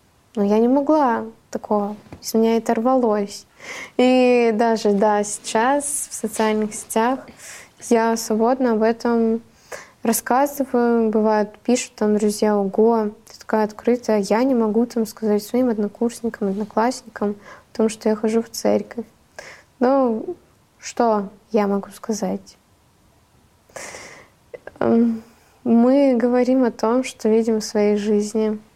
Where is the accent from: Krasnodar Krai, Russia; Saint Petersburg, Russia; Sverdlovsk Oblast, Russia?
Krasnodar Krai, Russia; Gelendzhik; also born or lived in Arkhyz, Russia; это Геленджик, мой родной город. А вторая мой клип, второй мой клип … это Карачаево-Черкесия, Архыз как раз-таки. Мое родное местечко, мое любимое место, душа моя, да.